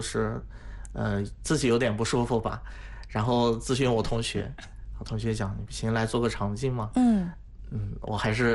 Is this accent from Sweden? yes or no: no; Shandong, China; moved away; 就是我们山东老家那边